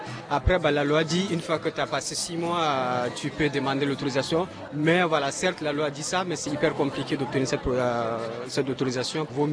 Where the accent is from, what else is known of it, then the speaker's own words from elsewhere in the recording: Chad; moved away as an adult; now in Saint-Brevin-les-Pins, France; Je suis originaire du Tchad.